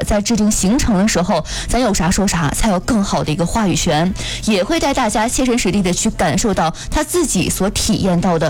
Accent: Northeast China, China; 真的是咱们东北人的狂喜了

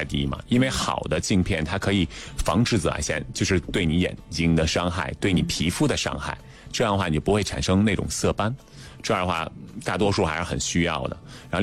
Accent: China

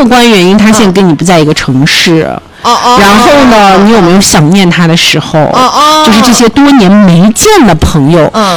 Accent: Xinjiang, China; 对于我们新疆人来说，

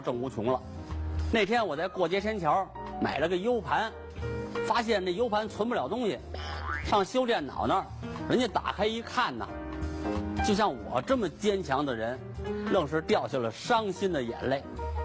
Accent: China

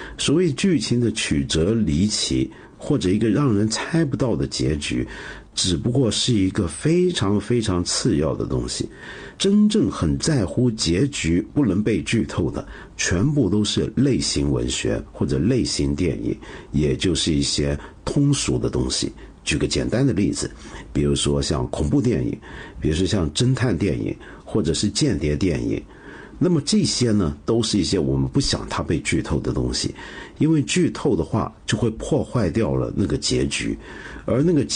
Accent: China

